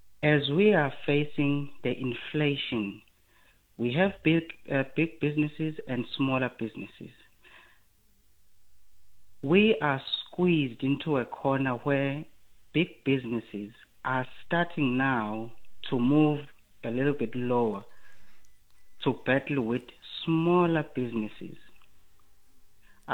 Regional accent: South Africa; I'm a South African. I'm still young.

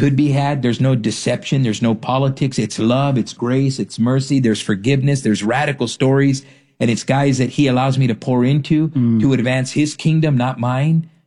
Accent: Ontario, California, United States; I grew up in Ontario in the Inland Empire.

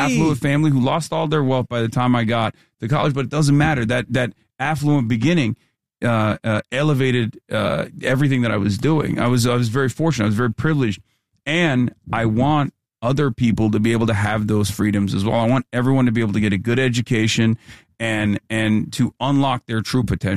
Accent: Turkey; moved away as an adult; now in United States; I'm an American citizen, but I grew up in Turkey until I was 18. I came here when I was 18.

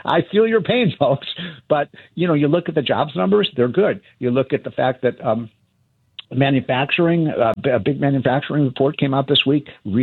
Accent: Chicago, Illinois, United States; I love America's great cities. You know, I'm from Chicago.

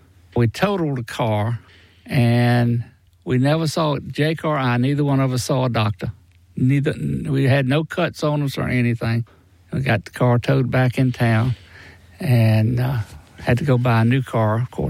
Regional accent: Andrews, South Carolina, United States; Grew up in Andrews, South Carolina. Andrews is the lower part of the state in Georgetown County. Real small town.

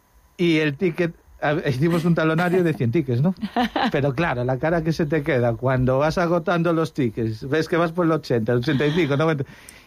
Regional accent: Lugo, Galicia, Spain; now in A Coruña, Spain; yo soy nativo de Lugo, ¿no?

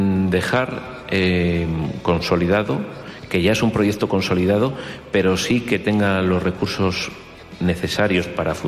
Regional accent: La Bañeza, Castile and León, Spain; porque creo que me queda mucho que dar a mi tierra, a mis paisanos, y porque tengo claro un proyecto de lo que es La Bañeza

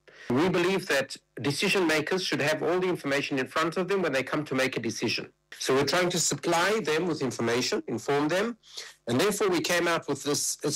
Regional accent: Israel; You know, I grew up in Israel

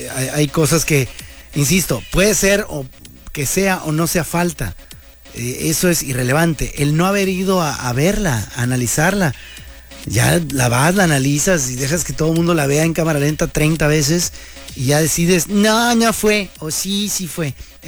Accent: Colombia; accent: Colombian; hasta venía yo aquí con mi acentito colombiano, ¿no?

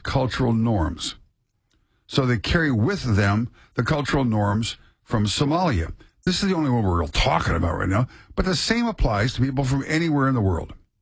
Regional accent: Midwest, United States; now in Maryland, United States; I grew up in the Midwest.

